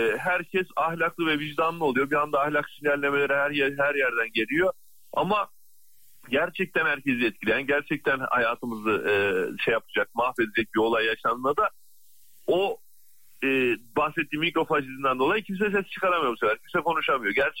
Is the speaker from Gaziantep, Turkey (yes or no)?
no; İskilip, Çorum, Turkey; Çorumlusum abi. Çorum İskilipliyim.